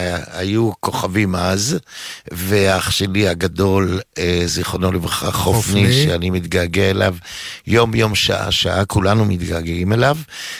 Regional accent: Givatayim, Tel Aviv District, Israel; גדלתי בגבעתיים

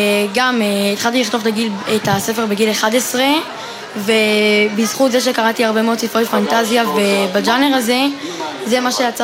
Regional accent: Tel Aviv, Tel Aviv District, Israel; אז אני מתל אביב וגדלתי בהדר יוסף. אני לומד ברמת גן, בישיבה התיכונית שמה

